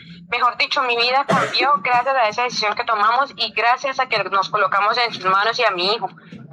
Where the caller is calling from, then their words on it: San Roque, Antioquia, Colombia; San Roque, Antioquia.